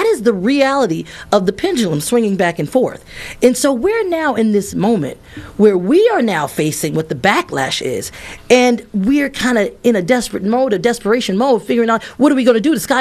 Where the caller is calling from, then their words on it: Atlanta, Georgia, United States; I'm coming from Atlanta, and I just came from not only Morehouse College, but also Spelman College had its ceremony